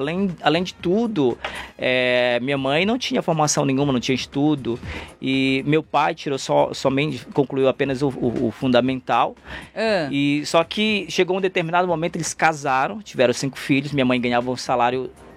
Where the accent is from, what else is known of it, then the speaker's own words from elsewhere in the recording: Pará, Brazil; moved away as an adult; now in São Paulo, Brazil; eu vim do Pará, né? Então, quando a gente fala de Amazônia, né? Eu, há 10 anos atrás, decidi vir para São Paulo